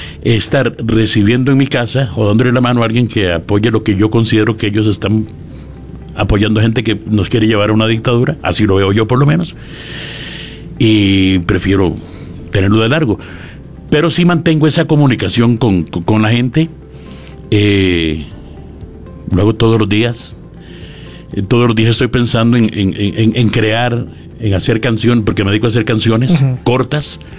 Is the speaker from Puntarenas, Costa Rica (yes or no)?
yes; Puntarenas, Costa Rica; born there; now in San José, Costa Rica; Volvemos en el 71 a San José para terminar yo mi tercer grado en la escuela Buenaventura Corrales. Nos vamos en noviembre en vacaciones y no volvimos más a San José, nos quedamos en Punta Arenas.